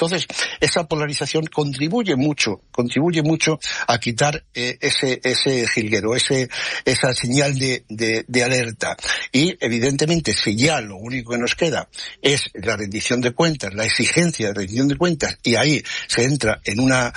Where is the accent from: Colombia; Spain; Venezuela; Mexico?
Spain